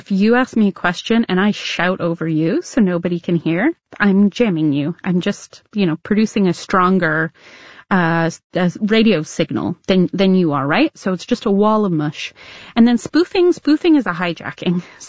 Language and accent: English; Canada; I'm Canadian.